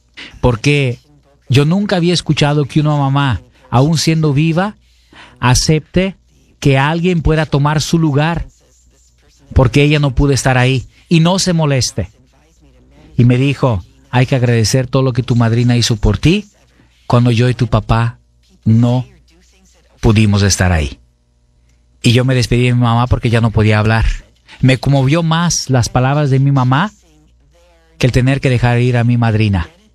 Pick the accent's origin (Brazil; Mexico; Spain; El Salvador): Brazil; now in United States; Yo crecí en Brasil